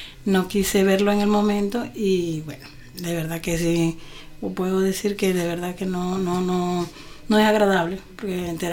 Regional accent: Venezuela; moved away as an adult; en el 2018, fue cuando comenzó mi migración, porque lamentablemente por cosas que pasaron en mi país de origen, que es Venezuela, tuve que salir

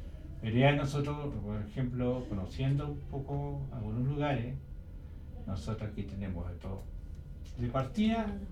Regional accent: Dominican Republic; yo creo que de a poco nosotros como dominicanos

